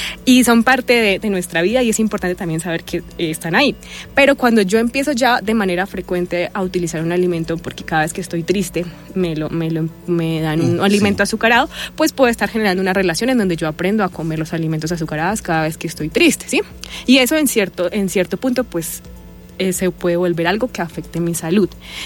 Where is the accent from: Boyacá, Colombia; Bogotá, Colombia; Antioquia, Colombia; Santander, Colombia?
Boyacá, Colombia; Soy de Boyacá. Entonces yo he trabajado en varios municipios de Boyacá.